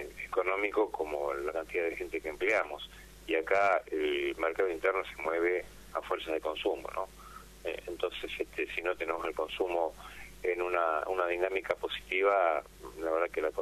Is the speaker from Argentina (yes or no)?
yes; Moreno, Buenos Aires Province, Argentina; Mira, yo soy de provincia de Buenos Aires, de Moreno.